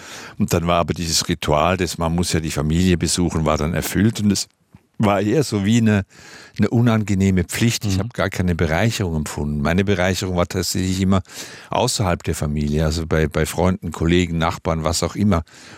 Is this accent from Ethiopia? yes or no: no; Switzerland; ich habe als Kind aufgewachsen in der Schweiz, eben auch in diesen sehr miefigen 60er Jahren.